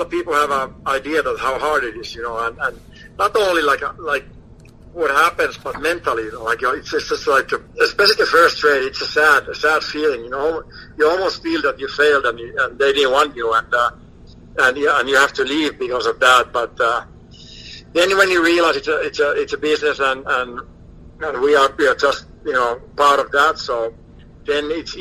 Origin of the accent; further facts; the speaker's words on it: Finland; Growing up in Finland, you know, we don't have a trade. Coming over here and realize it's all business